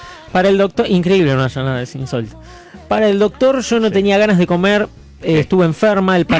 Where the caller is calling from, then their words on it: San Fernando, Buenos Aires Province, Argentina; Hola muchachos … de San Fernando.